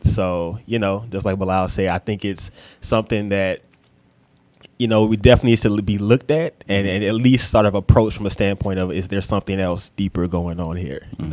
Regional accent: the South, United States; as a black male growing up in the South

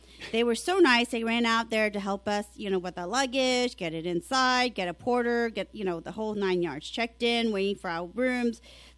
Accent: Hong Kong; moved away; I remember in Asia growing up in Hong Kong

